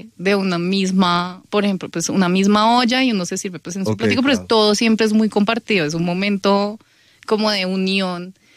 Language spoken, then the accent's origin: Spanish; Colombia; nosotras crecimos en Colombia